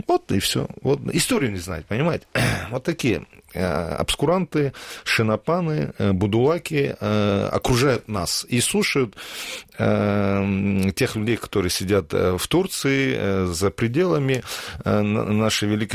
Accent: Dagestan, Russia; Потому что я аварец, русский националист.

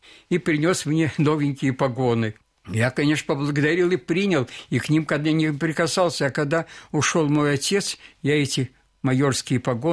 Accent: Moscow, Russia; born there; Я родился в Москве

